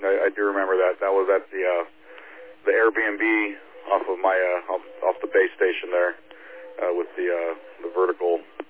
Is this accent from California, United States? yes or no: yes; Anaheim, California, United States; I'm from Anaheim, so, originally. Well, I live in Anaheim, but I've been up here for a year on and off on this project.